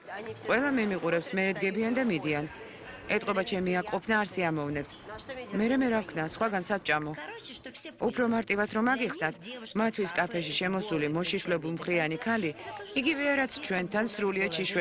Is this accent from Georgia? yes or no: no; Ukraine; ჩვენ უკრაინიდან ვართ.